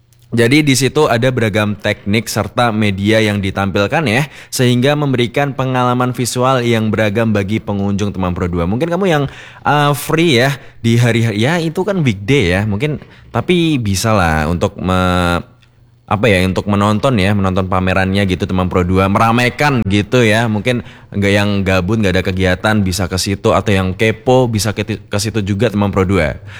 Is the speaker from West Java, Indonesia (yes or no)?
no; Surakarta, Central Java, Indonesia; kita sebagai warga Solo